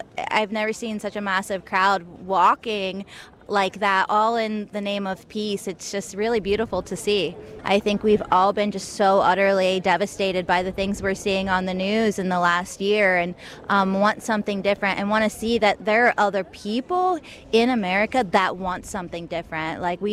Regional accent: Kentucky, United States; I am from Kentucky.

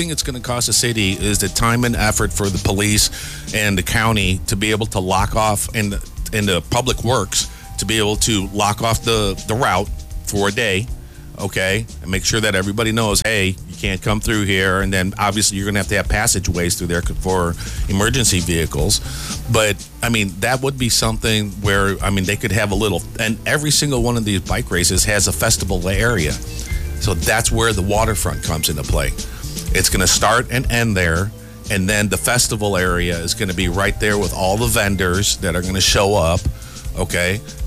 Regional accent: Chicago, Illinois, United States; moved away as an adult; I grew up in Chicago. I was there for 30 years.

